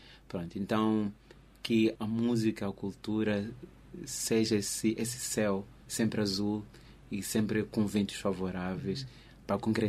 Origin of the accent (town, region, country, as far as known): Mozambique